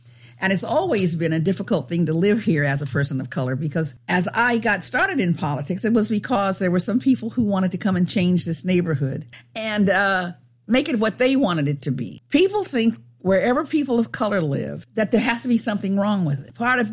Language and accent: English; San Mateo, California, United States; I was born and raised in San Mateo. I'm 89 years old.